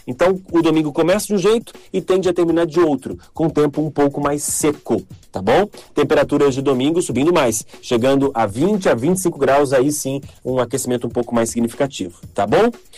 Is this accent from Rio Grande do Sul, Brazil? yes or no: no; Itajaí, Santa Catarina, Brazil; a região da minha terrinha, Itajaí